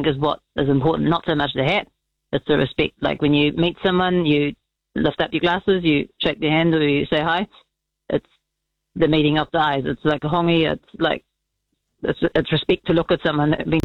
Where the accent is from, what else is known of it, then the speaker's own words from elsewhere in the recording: New Zealand; I was born and raised in New Zealand